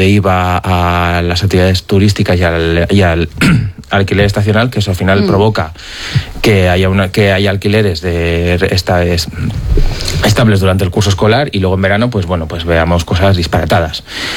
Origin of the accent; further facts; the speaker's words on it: Bilbao, Basque Country, Spain; yo soy bilbaíno de toda la vida, soy del barrio Basurto y yo no contemplo la vida fuera de Bilbao. No me gustaría contemplar la vida fuera de mi ciudad